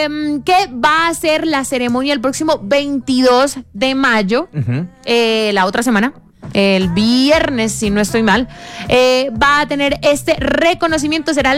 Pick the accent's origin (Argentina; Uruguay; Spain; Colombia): Colombia; Saladoblanco, Huila; born there; moved away; en mi pueblo, en Salado Blanco, Huila, tierra de promisión, que sus mujeres alegra el corazón